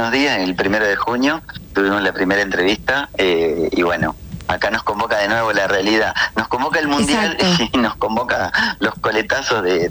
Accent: Argentina; somos así los argentinos

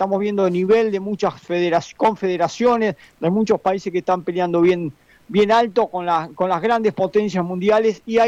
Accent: Argentina; como pueblo argentino, que está forjado en los valores nacionales, en la cultura nacional del trabajo, del esfuerzo y el sacrificio

